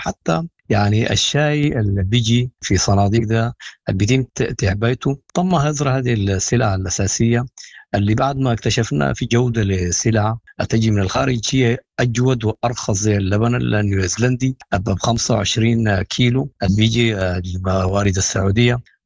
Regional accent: Sudan

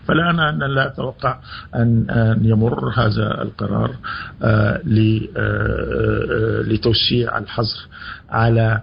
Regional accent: Sudan; نحن كسودانيين

